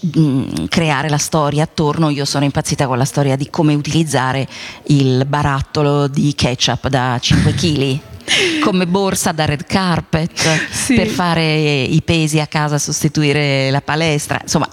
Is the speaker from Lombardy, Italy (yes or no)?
yes; Lombardy, Italy; tu sarai bresciana, ma io sono brianzola